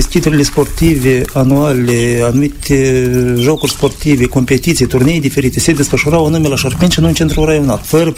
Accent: Șerpeni, Anenii Noi District, Moldova; born or raised there

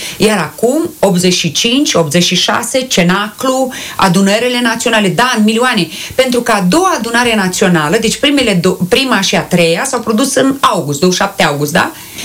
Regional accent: Ungheni, Ungheni District, Moldova; eu sunt ungheneancă și am venit cu familia ramă de la Cornești

